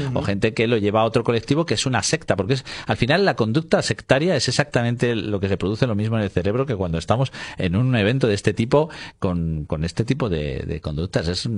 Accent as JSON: {"language": "Spanish", "country": "Spain", "said": "por una vez los españoles"}